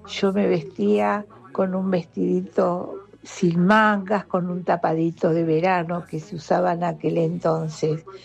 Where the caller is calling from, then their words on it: Buenos Aires, Argentina; de Villa Pueyrredón.